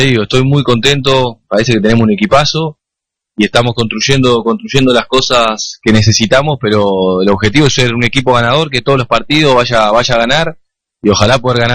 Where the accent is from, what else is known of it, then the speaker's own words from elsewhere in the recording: Uruguay; moved away; estoy muy orgulloso de ser uruguayo